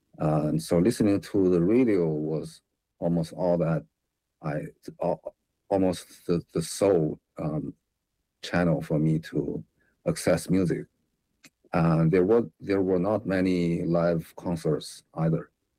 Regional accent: Tianjin, China; also born or lived in Beijing; And I also lived in Beijing for a long time. So you can say I'm from Tianjin and Beijing.

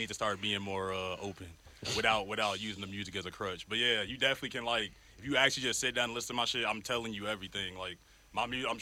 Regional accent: Chicago, Illinois, United States; As a Chicagoan and as an artist

